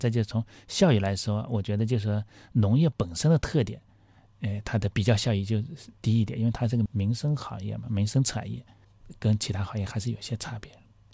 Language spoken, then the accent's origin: Chinese; China; 我们中国人作为一个农耕文明的国家